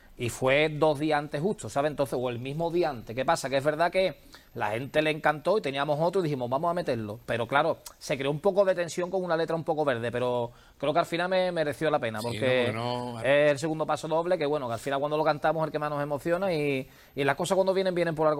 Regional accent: Cádiz, Andalusia, Spain; now in San Fernando, Spain; es que somos todos de Cádiz

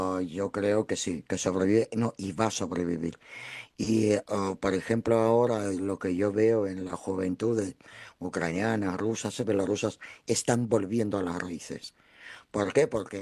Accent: Cantabria, Spain; para mí, como yo soy cántabra, la mitad cántabra y la mitad eslava, para mí es como lo mismo.

